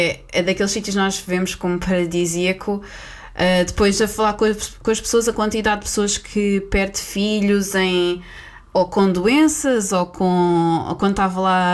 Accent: Portugal; como portugueses que éramos e também com uma francesa

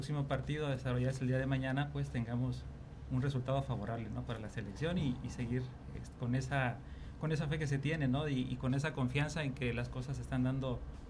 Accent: Mexico

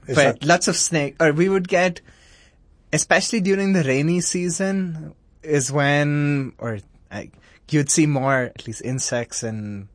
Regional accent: Kerala, India; also born or lived in New Delhi; I grew up in India, in the southern state of Kerala. That's where my grandparents lived, and my parents also lived there when I was growing up. And then later on, we moved to New Delhi.

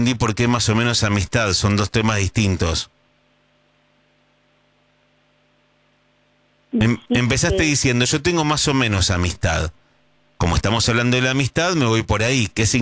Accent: Flores, Buenos Aires, Argentina; Soy de Flores, tengo amigas que viven por toda la ciudad de Buenos Aires

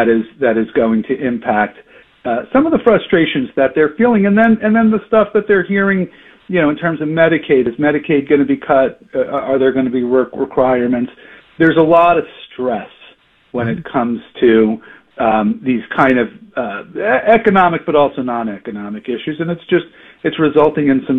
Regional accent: United States; As an American

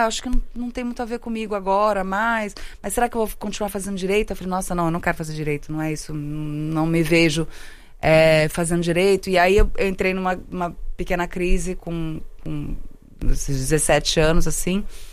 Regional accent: Porto Alegre, Rio Grande do Sul, Brazil; born there; Sim, na verdade eu só nasci em Porto Alegre, porque assim, minha família ela é do Sul, mas quando eu nasci, minha mãe grávida de mim, eles já estavam morando no Rio.

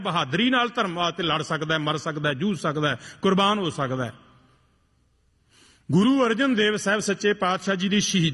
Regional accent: Punjab, India; ਪਿੰਡਾਂ ਦੇ ਅਸੀਂ ਉਸ ਇਲਾਕੇ ਦੇ ਹਾਂ ਜਿਨ੍ਹਾਂ ਇਲਾਕਿਆਂ ਵਾਸਤੇ ਤੁਹਾਡੇ ਕੰਨੀ ਇਹ ਕਹਾਵਤਾਂ ਪਈਆਂ ਨੇ ਵੀ 20-20 ਸਾਲ ਉਹਨਾਂ ਪਿੰਡਾਂ ਚੋਂ ਬਰਾਤਾਂ ਨਹੀਂ ਚੜੀਆਂ

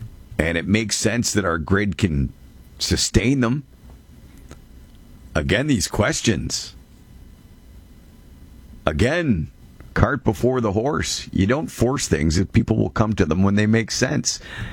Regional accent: Canada; If there is something I feel embarrassed about as a Canadian, that's it.

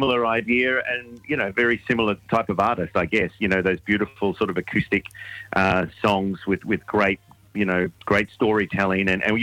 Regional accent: Wagga Wagga, New South Wales, Australia; it's always a pleasure to be back in regional Australia. I'm originally from Wagga Wagga, so the road to Goulburn is one I know very well.

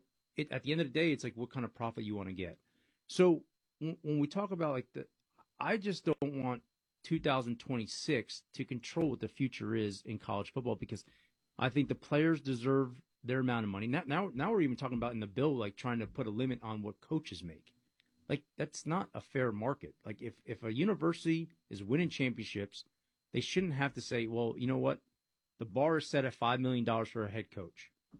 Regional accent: East Coast, United States; now in Texas, United States; I'm a huge Yankee fan. I'm from the East Coast.

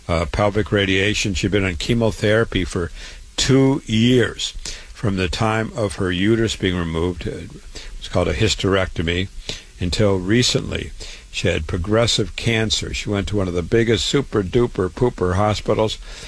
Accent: Waterloo, Iowa, United States; I was born and raised in Waterloo, Iowa.

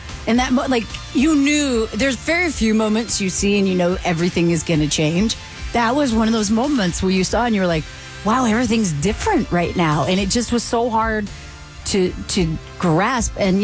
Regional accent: New York City, New York, United States; born there; I'm a New Yorker. You know, that's where I was born.

